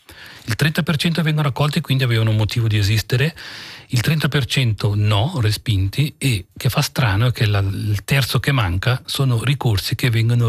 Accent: Piano di Peccia, Ticino, Switzerland; io sono originario del piano di Pecia

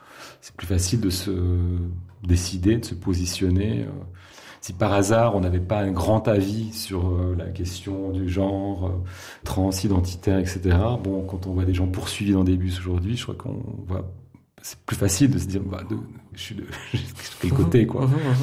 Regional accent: Switzerland; on est Suisse, et on ne pèse rien, en fait.

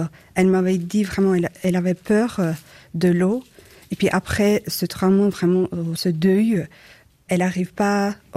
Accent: Turkey; French is a second language; now in Switzerland; Alors, je viens de Turquie. Mon histoire, c'est un peu différent que les autres, je crois, parce que je suis venue d'un Irak, donc pas Méditerranée ou pas grec.

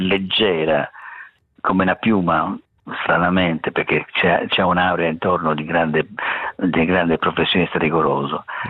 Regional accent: Sardinia, Italy; io parlo chiaramente da sardo

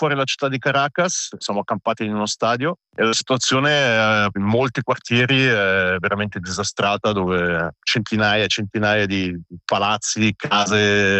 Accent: Ticino, Switzerland

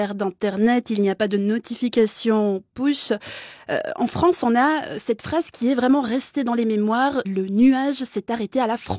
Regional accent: Switzerland; Chez nous, en Suisse

